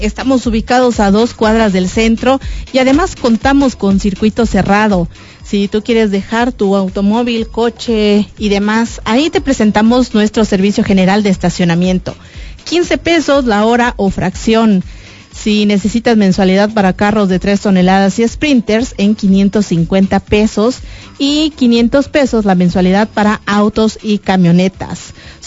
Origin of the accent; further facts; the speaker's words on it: Mexico; Como mexicanos, sigamos honrando su memoria